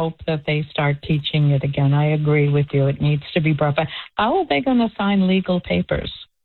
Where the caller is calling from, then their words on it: Boca Raton, Florida, United States; I'm from Boca, but yeah, I'm from here.